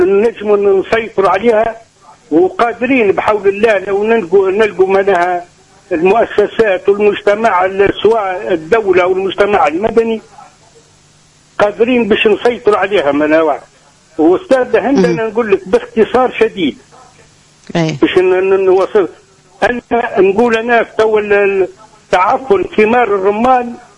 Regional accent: Tunisia

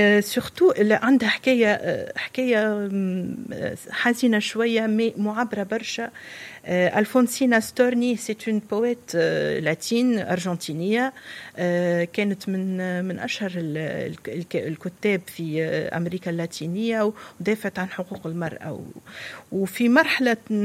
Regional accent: Tunisia; accent: Tunisian; بلهجتنا احنا اللي قريبة لينا اللي هي يعني لهجتنا المستنسين بها اللي نحبها برشا

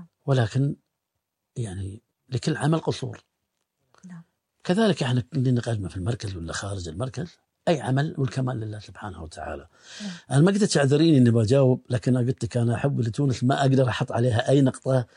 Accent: Bahrain; احنا عندنا في البحرين

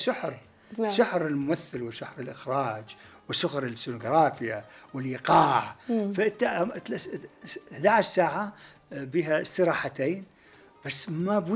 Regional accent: Iraq; moved away as an adult; now in France; لأنه أنا من جيت من العراق إلى فرنسا كان لدي دعوتين

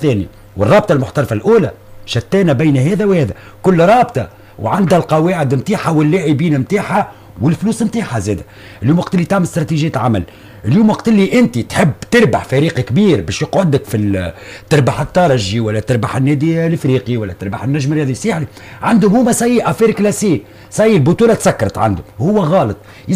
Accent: Tunisia

